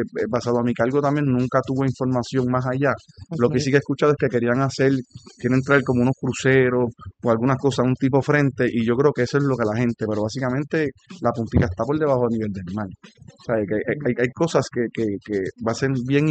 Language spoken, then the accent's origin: Spanish; Cataño, Puerto Rico; Yo soy de Cataño, yo soy de ahí.